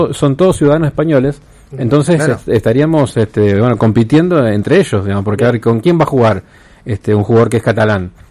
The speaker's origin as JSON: {"language": "Spanish", "country": "Argentina", "said": "nosotros podríamos como argentinos"}